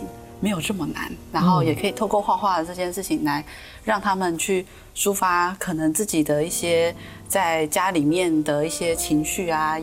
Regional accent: Ruifang, New Taipei, Taiwan; 我的家乡瑞芳

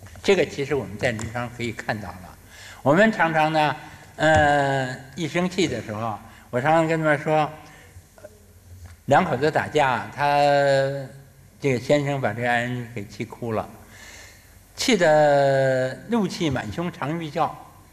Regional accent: China; 我们中国人，你这边吃红烧肉，那边喝凉水，你恐怕不行

